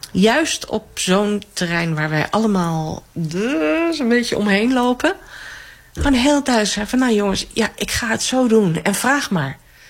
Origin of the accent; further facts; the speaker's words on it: Harderwijk, Gelderland, Netherlands; Ik ben atheïstisch opgevoed in Harderwijk. Maar de God van Harderwijk regeerde daar als een gek.